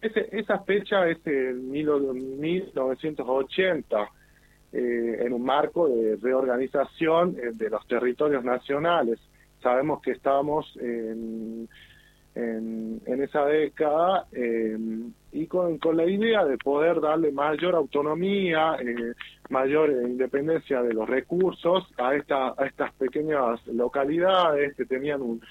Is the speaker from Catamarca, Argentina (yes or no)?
yes; Las Juntas, Catamarca, Argentina; yo también vengo de Las Juntas, vivo en Las Juntas